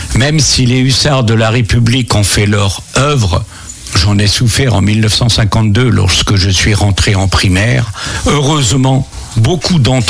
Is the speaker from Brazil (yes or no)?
no; Pays de la Loire, France; accent: Mayennais/Maine patois (meuniot); Ma passion pour le Meuniot, je l'ai depuis ma naissance. Les premiers mots que j'ai entendus, c'était des mots en patois, avec cet accent qui part du fond de la gorge et fait vibrer les airs tout en rongeur. Et j'aime m'en parler, j'aime mon accent.